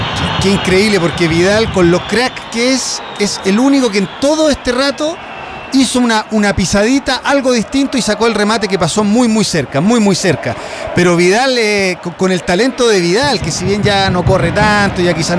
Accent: Osorno, Los Lagos, Chile; yo soy hincha de Provincial Osorno, señores, mi tierra.

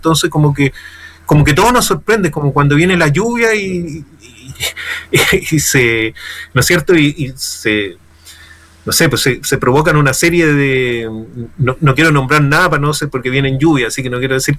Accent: Valparaíso, Chile; also born or lived in Santiago, Chile; Yo nací en Santiago y a los meses llegué a Valparaíso, sí.

